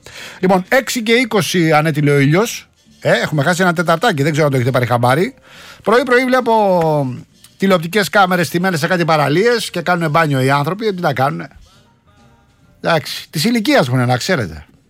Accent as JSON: {"language": "Greek", "town": "Rafina", "region": "Attica", "country": "Greece", "tie": "born or raised there", "said": "Έπαιρνα εγώ στην Αθήνα, στην Ραφίνα, στην πατρίδα μου τηλέφωνο τότε."}